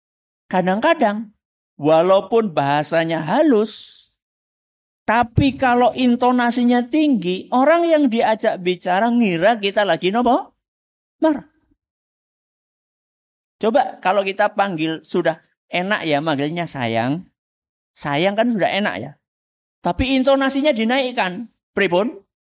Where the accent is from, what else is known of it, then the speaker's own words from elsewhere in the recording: Java, Indonesia; kalau kita orang Jawa ya